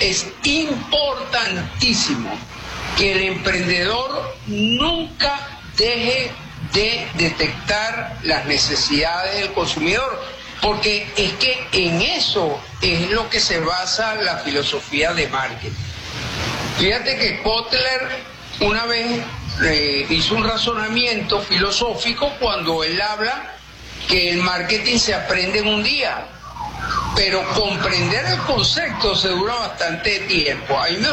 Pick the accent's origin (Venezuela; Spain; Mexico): Venezuela; Como venezolano, yo creo que uno de nuestros altos valores que nosotros tenemos en esos genes es eso que llamamos solidaridad